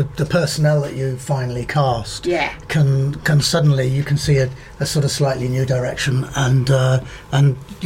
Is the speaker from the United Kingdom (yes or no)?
yes; Birmingham, West Midlands, United Kingdom; also born or lived in Exeter / Eastbourne; now in Exton, United Kingdom; I'm a Brummie, really.